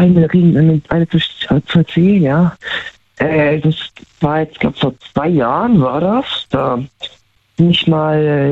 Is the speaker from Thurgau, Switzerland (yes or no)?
yes; Thurgau, Switzerland; also born or lived in Solothurn; Thurgau und Thurgau, Solothurn, beides.